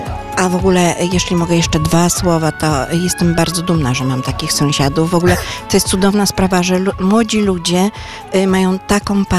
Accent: Warsaw, Masovian Voivodeship, Poland; moved away as an adult; ja w ogóle pochodzę z Warszawy, mieszkam tu od niedawna

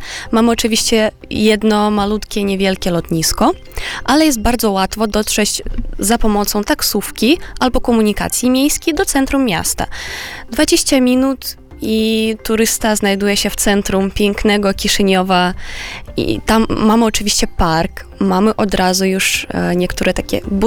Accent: Moldova; że jestem z małego miasta, to oczywiście Kiszyniow, no to jest duże miasto dla mnie. To jest już duże miasto. Oczywiście stolica nasza jest mniejsza niż Warszawa, ale jest piękna, naprawdę.

